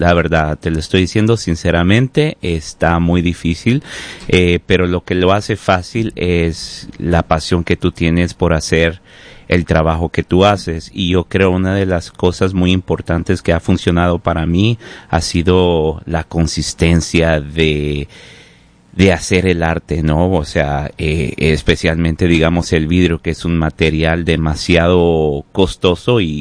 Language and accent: Spanish; Mexico; Yo creo que uno como mexicano siempre está como muy, digamos, está muy relacionado con ese tipo de obras